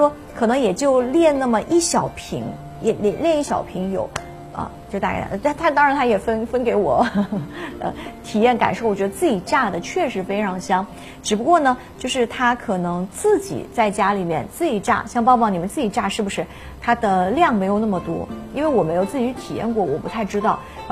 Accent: Hunan, China; 现在作为一个湖南人，我已经不太能够吃太咸太辣的一些菜

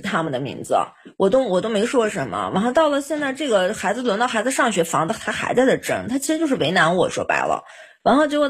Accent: Xinjiang, China; 我是新疆人

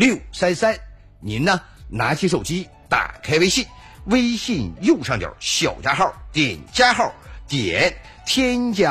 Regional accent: Fengcheng, Liaoning, China; 那台车就跟我在高速上回我丹东凤城老家，

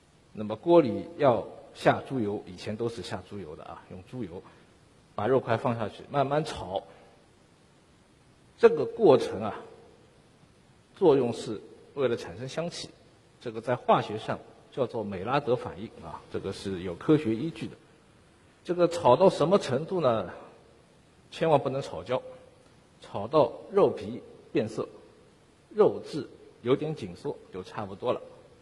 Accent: Shanghai, China; 我们上海人

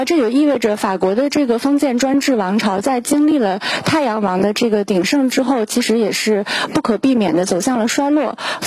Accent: Shandong, China; 因为我是山东人吧，山东的家长会跟你说，你要么考公，要么考研，要么考教师资格证。

